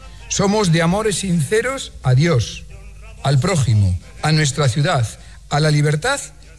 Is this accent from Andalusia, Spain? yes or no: no; La Rioja, Spain; Somos riojanos de vino, huerta y campo, del Espolón, de Gran Vía, de Rua Vieja, de Alfaro y Foncea, de Alberite, Zarratón